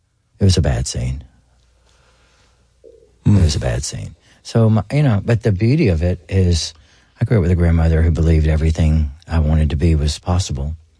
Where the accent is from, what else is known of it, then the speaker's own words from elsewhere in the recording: Booneville, Mississippi, United States; Oh, I grew up in Boonville, Mississippi. Everybody knows everything about everybody. There's only like 8,000 people there in the whole county.